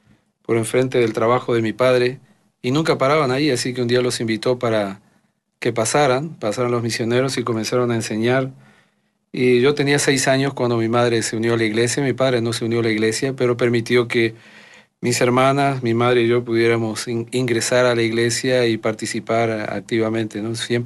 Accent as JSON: {"language": "Spanish", "town": "Minas", "region": "Lavalleja", "country": "Uruguay", "tie": "born there", "said": "nacimos en la ciudad de Minas, Uruguay, que está muy cerca de unos 100 kilómetros de Montevideo."}